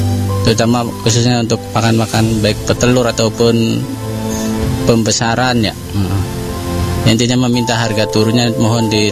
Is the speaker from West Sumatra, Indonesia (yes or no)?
no; Haurgeulis, West Java, Indonesia; Saya dari Babakan Maja, Mekarjati, Desa Mekarjati, Kecamatan Haurgelis.